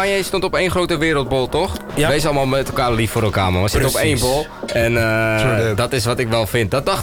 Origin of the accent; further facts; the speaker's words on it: North Holland, Netherlands; ik ben half Nederlands, half Spaans, hè. En ik kom oorspronkelijk uit Zaanstreek, voor mijn veer.